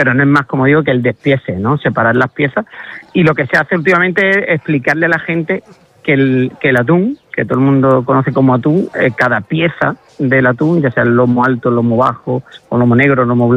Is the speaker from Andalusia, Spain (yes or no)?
yes; Villalba, Andalusia, Spain; mi pueblo está a 40... Yo digo que Villalba está a 40 kilómetros de todo, porque está a 40 kilómetros de Huelva capital, está a 45 de Sevilla, está a 42 del Rocío